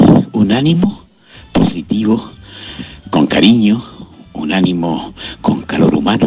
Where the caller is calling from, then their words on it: Tomé, Biobío, Chile; de acá de entre Tomé y Rafael, San Carlito.